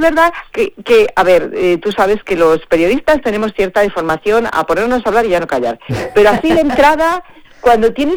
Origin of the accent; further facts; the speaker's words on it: Spain; moved away; la niña que fui yo en Maide y que me crié en Maide